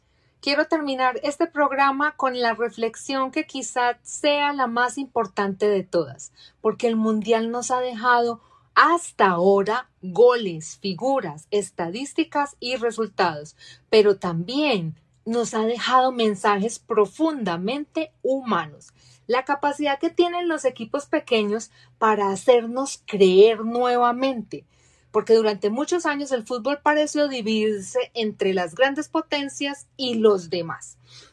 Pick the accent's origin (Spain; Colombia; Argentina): Colombia; born there; saben que soy de Colombia, es mi país de nacimiento